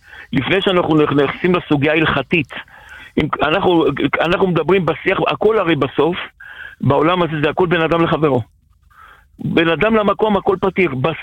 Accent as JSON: {"language": "Hebrew", "town": "Jerusalem", "region": "Jerusalem District", "country": "Israel", "said": "אני מירושלים."}